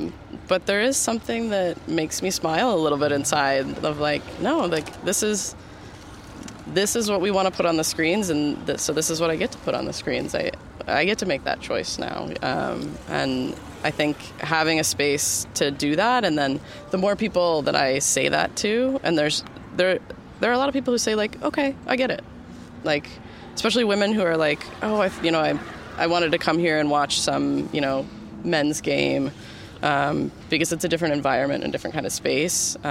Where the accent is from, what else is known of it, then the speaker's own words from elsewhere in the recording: Detroit, Michigan, United States; moved away; I grew up in Detroit